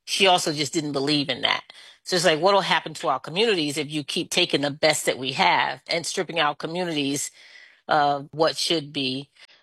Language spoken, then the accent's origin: English; Philadelphia, Pennsylvania, United States; That's one of my most memorable experiences of growing up in Philadelphia.